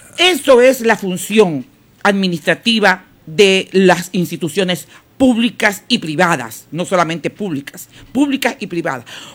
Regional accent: Ecuador; nosotros como ecuatorianos

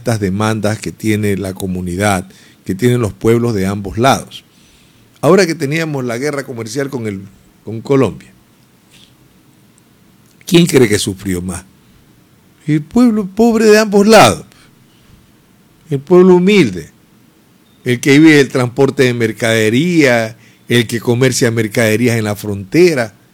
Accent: Ecuador; que somos los ecuatorianos

